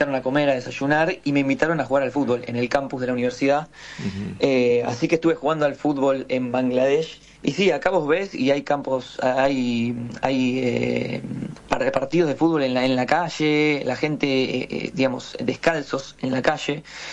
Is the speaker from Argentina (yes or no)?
yes; Argentina; yo digo que soy argentino